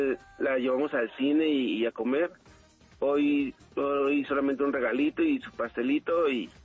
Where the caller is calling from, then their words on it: Mexico City, Mexico; De Nápoles, acá en la del Valle.